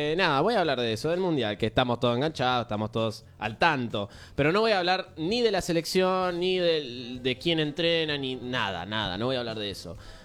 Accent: Argentina; Somos argentinos. Somos argentinos.

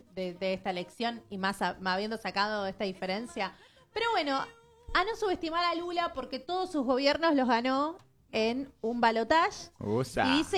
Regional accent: Argentina; Nos influye como argentinos

